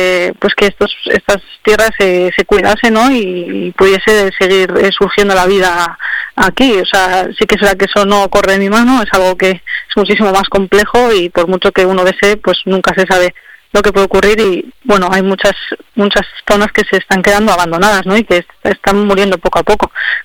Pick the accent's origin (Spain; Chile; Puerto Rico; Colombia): Spain; San Sebastián, Basque Country; born there; Yo no nací en Carrión, yo nací en San Sebastián, en País Vasco.